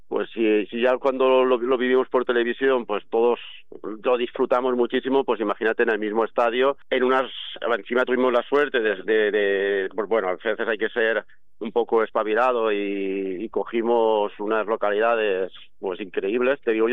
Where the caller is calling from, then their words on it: Alcoy, Valencian Community, Spain; como en la tierra nuestra, como en la Comunidad Valenciana, como en Alcoy